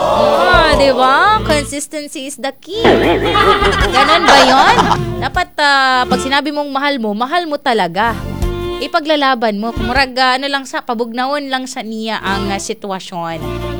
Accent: Carlan, Calabarzon, Philippines; Ah, malayo po ako, ma'am babe. Taga Laguna po ako. Nag-Carlan.

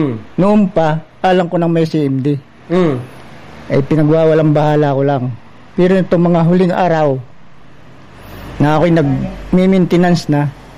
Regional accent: Atimonan, Calabarzon, Philippines; Taga Barangay Caridad Ibaba.

